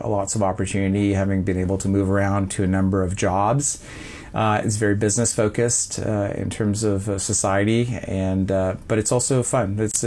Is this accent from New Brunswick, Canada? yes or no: yes; Moncton, New Brunswick, Canada; I grew up in New Brunswick, in Moncton and also northern New Brunswick. And my father was a bank branch manager, so we moved around a little bit across the Maritime provinces.